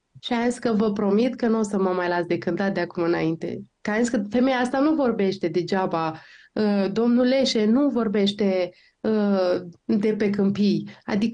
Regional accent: Iași County, Romania; Este un sat aflat, cred că la 10 km de satul meu, deci foarte aproape.

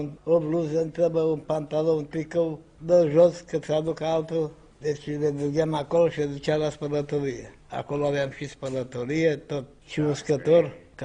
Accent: Bihor County, Romania; Din Bihor.

